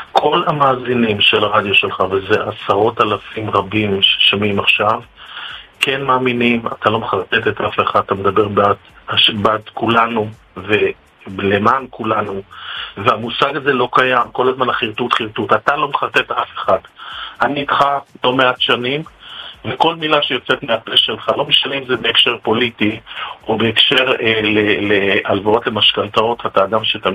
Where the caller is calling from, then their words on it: Tel Aviv, Tel Aviv District, Israel; אני גר ברמת אביב, אני גר בתל אביב